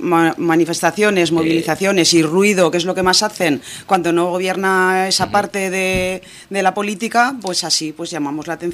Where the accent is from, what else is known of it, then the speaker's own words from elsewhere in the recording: Borja, Aragon, Spain; Borja, mi pueblo. 5.000 habitantes.